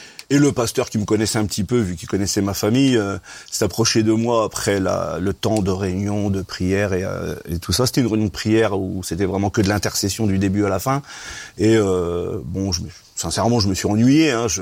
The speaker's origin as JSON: {"language": "French", "country": "Portugal", "said": "mes parents étaient immigrés, nous sommes portugais, voilà, nul n'est parfait."}